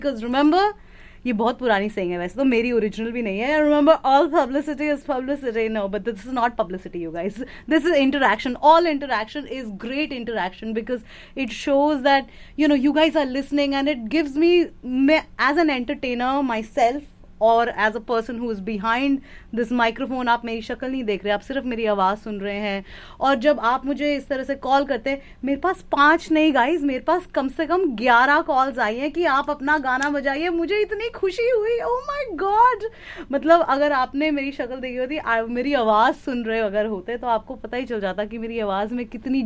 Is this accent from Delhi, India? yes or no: yes; Delhi, India; moved away as an adult; now in United States; भाई हम दिल्ली वाले हैं, दिल्ली वाले ऐसी बात करते हैं.